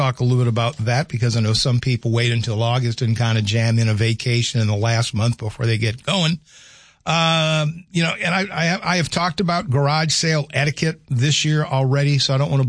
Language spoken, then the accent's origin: English; the South, United States; moved away; I'm from the South.